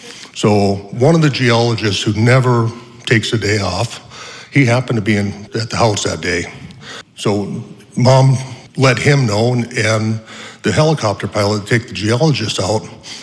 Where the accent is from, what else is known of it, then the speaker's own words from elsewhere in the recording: Alaska, United States; I was born and raised in the Brooks Range on a small homestead called Crevice Creek, and I'm the youngest of four siblings.